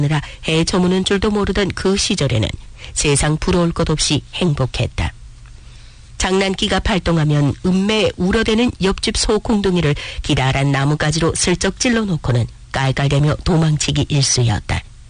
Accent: Jilin, China; now in Qingdao, China; 내게 고향이 어디냐고 묻는다면 한치의 망설임도 없이 연변이라 말하겠지만

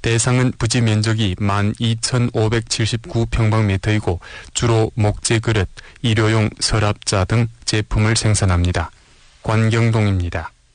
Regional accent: Helong, Jilin, China; 저는 화룡 사람입니다. 대학을 졸업하고 나서 큰 도시로 가지 않고 화룡에 돌아와 윤동 목업연회사에 입사해 마음 편히 출근했습니다.

